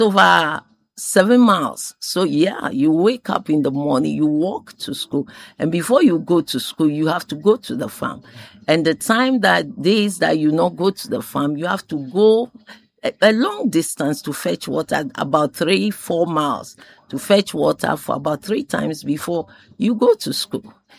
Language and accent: English; Agbozume, Volta, Ghana; also born or lived in Accra; My parents were Airways. We are from Agbozume.